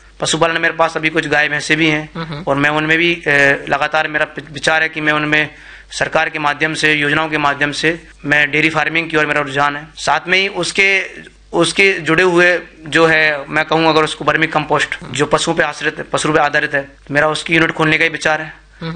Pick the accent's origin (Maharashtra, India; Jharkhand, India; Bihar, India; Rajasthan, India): Rajasthan, India; मैं जिस क्षेत्र से आता हूँ मैम, वहाँ राजस्थान का होने को तो वैसे सबसे उत्तम क्षेत्र है वो हाड़ौती का, वार्षिक जो वर्षा है उसका स्तर भी अच्छा है, जंगल का जो क्षेत्र भी अच्छा है